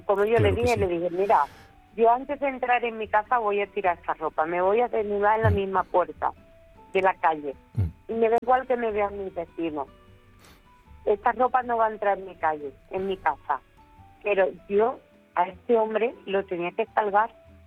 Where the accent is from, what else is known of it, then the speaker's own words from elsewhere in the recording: Medina Sidonia, Andalusia, Spain; Soy de Medina Sidonia, Cádiz.